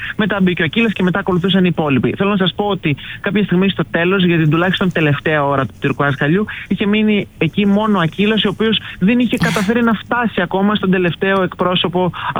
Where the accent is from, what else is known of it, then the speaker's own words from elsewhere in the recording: Greece; μόλις είπα ότι είμαι από την Ελλάδα